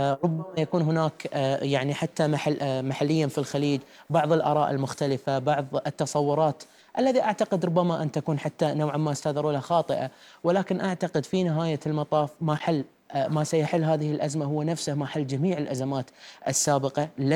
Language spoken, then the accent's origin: Arabic; Qatar; وأنا أيضا كقطري فخور جدا بهذا الشيء،